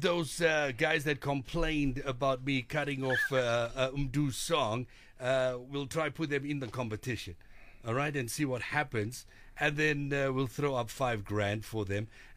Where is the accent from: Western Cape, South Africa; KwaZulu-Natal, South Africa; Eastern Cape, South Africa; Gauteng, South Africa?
KwaZulu-Natal, South Africa; Durban; Straight out of Banana City in my hometown